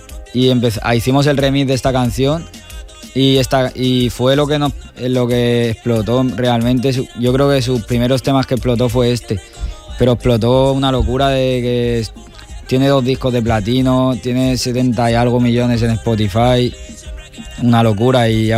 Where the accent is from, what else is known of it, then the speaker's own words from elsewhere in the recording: Aldaya, Valencian Community, Spain; Yo creo que sobre todo empecé inspirándome en Valencia, o sea, yo en aquí, en Aldaya, en mi pueblo